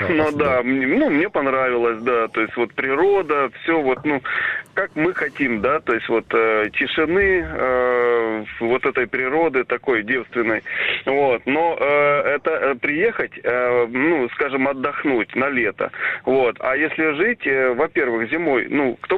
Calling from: Moscow Oblast, Russia; из Москвы

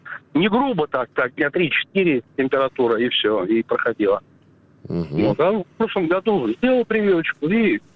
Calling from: Kursk Oblast, Russia; Я из Курской области, 64 года, работаю.

